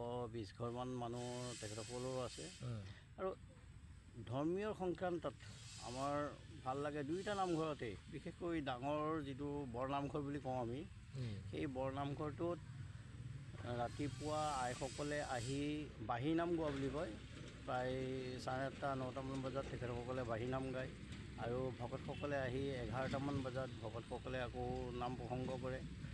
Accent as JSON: {"language": "Assamese", "town": "Gachbari", "region": "Assam", "country": "India", "tie": "born or raised there", "said": "মোৰ ঘৰ গছবাৰী গাঁৱত আৰু জিলা আমাৰ মৰিগাঁও। আমি মৰিগাঁও জিলাৰ একেবাৰে আমি টাউনতে পৰোঁ, যদিও আমাৰ গাঁওখন টাউনত পৰে 8 নম্বৰ ৱাৰ্ড হিচাপে।"}